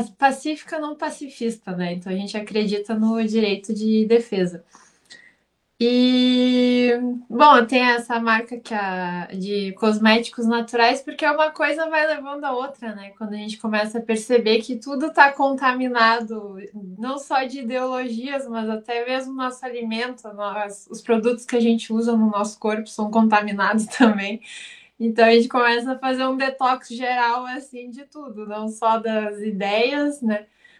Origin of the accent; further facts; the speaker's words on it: Rio Grande do Sul, Brazil; eu sou gaúcha, não sou Catarina.